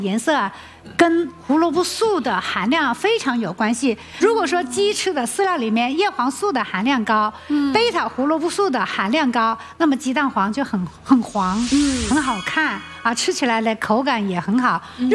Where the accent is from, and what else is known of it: China